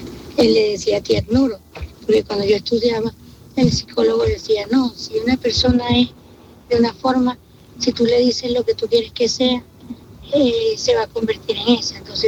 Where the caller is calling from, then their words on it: Tenerife, Canary Islands, Spain; de Tenerife.